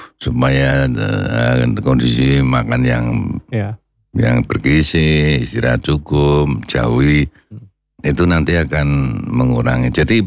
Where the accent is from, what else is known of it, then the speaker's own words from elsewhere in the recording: Java, Indonesia; saya juga Wong Jawa